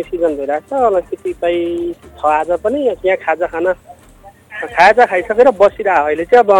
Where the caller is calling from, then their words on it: Bhojpur, Koshi Province, Nepal; म यता भोसुरबाट